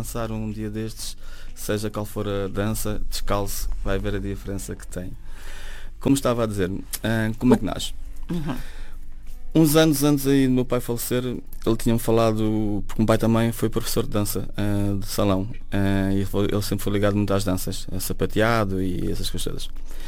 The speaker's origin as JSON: {"language": "Portuguese", "country": "Angola", "tie": "born there", "said": "Eu nasci em Angola, meus pais foram para Angola, para Luanda."}